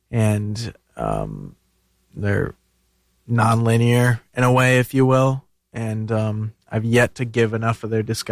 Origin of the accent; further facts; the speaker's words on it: Milwaukee, Wisconsin, United States; my hometown of Milwaukee